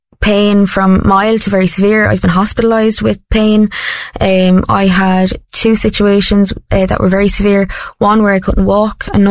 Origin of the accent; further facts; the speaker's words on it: Portlaoise, County Laois, Ireland; I am from Port Leash in County Leash.